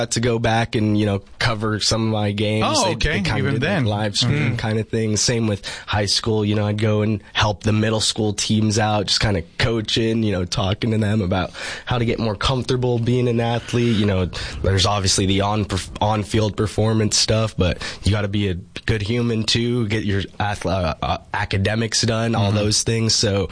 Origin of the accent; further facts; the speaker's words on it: Spokane, Washington, United States; born there; also born or lived in Beverly, Massachusetts / Salem, Massachusetts; now in Yuma, United States; But moved to Spokane, Washington when I was about 7 or 8. My family relocated out there and that's where I grew up, went to school and all that, but Massachusetts is definitely home